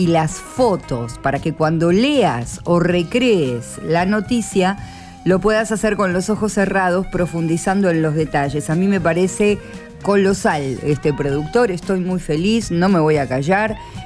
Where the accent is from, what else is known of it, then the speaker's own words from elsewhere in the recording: Argentina; somos argentinos